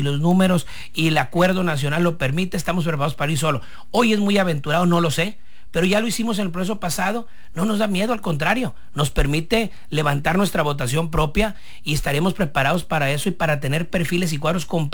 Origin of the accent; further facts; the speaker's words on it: Culiacán, Sinaloa, Mexico; Me crié aquí muy cerquita en el Infonavit CTM, Culiacán. En Culiacán.